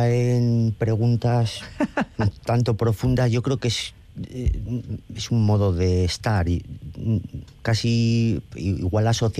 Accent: Ortuella, Basque Country, Spain; No, lo cierto es que pues yo soy de Ortuella, que es un pueblo pues absolutamente obrero, fruto de la inmigración.

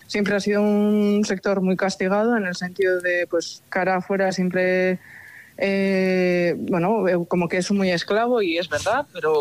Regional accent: Hernani, Basque Country, Spain; soy de Hernani, del caserío Arriatzu, y bueno, soy agricultora y ganadera. Bueno, soy la cuarta generación en este caserío

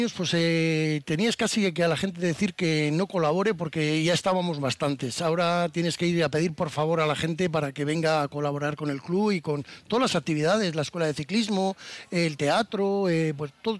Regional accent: Araia, Basque Country, Spain; ya en el pueblo casi no eres araye, sino que eres Alipendi. Cuando vas a Vitoria, vas a cualquier lado, ¿de dónde eres? De Araya.

